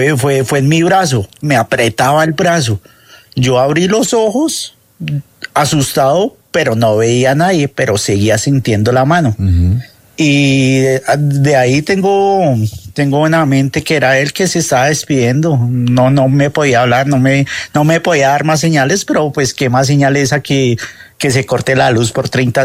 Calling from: Bogotá, Colombia; Acá de Bogotá, de Olaya.

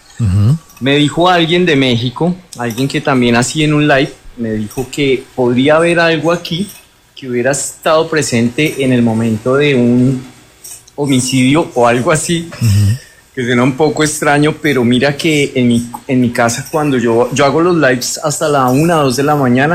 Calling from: Neiva, Huila, Colombia; No, yo estoy en Neiva

